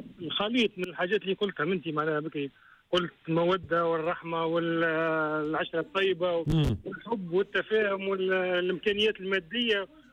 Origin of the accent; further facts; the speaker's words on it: Tunisia; احنا الشعب التونسي معناها نحكي كتونسي انا